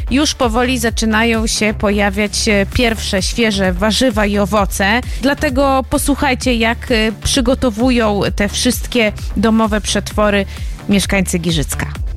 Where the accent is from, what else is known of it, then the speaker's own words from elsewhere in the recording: Warmian-Masurian Voivodeship, Poland; Przecież my, mieszkańcy Mazur, jesteśmy w pewnym sensie podobni do archeologów.